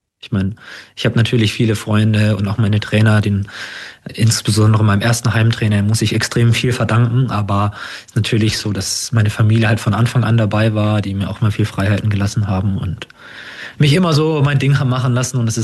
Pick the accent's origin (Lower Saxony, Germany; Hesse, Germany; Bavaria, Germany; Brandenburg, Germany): Bavaria, Germany; Kolmberg; Es ist ein ganz kleiner Verein in meiner Heimat. Also ich komme aus Kolmberg und der Verein daneben, der TVL Leutershausen, der hat mich 2011 aufgenommen